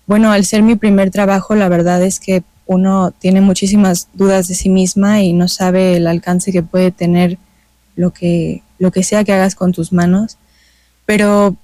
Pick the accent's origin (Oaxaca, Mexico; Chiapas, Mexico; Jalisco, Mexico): Chiapas, Mexico; Y bueno, ahora que ya llega a mi tierra, Chiapas, en el Musacti, pues los esperamos este sábado 1 de agosto a las 5 de la tarde en el Musac.